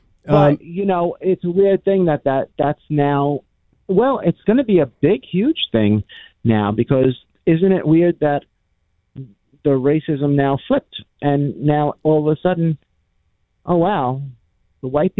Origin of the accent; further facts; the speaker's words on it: New York, United States; but I come from New York.